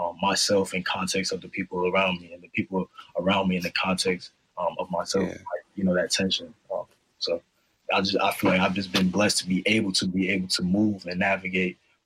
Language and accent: English; Harlem, New York, United States; born or raised there; also born or lived in Massachusetts